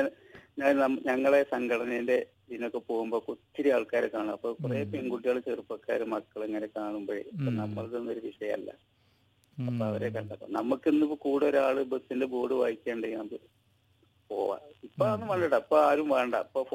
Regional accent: Makkaraparamba, Kerala, India; now in Kottakkal, India; ഞാൻ ജനിച്ചു വളർന്നത് പെരിന്തൽമണ്ണ ഭാഗം മക്കരപറമ്പ് കടക്കാരാറ്. ഇത് അമ്മേന്റെ നാളാണ്.

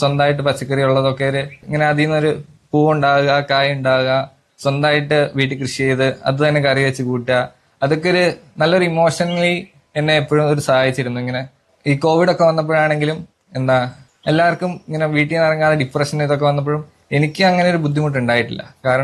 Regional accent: Kerala, India; born there; ഞാൻ 8-ാം ക്ലാസ് വരെ Kottoor little flower സ്കൂളിലാണ് പഠിച്ചത്.

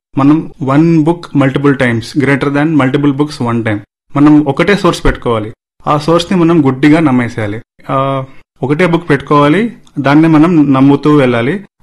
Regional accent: Kadapa, Andhra Pradesh, India; మేము కడప నుంచి వచ్చాము.

